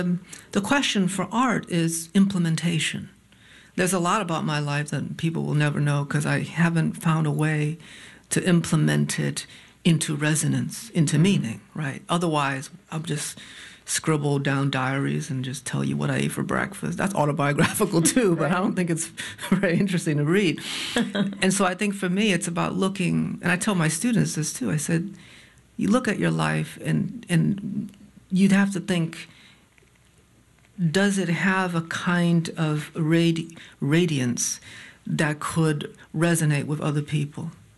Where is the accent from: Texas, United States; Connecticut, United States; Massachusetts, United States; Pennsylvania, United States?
Connecticut, United States; born there; moved away as an adult; So when I came to New York to go to school, I told folks, I'm from Connecticut